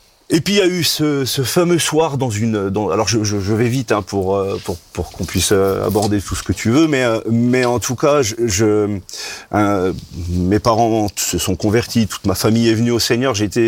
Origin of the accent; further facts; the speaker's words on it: Portugal; mes parents étaient immigrés, hein, nous sommes portugais, voilà, nul n'est parfait.